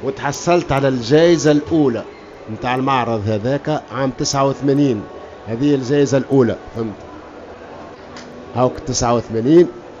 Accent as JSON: {"language": "Arabic", "country": "Tunisia", "said": "اللي ياخذ إفريقيا قارتنا وتونس بلدنا"}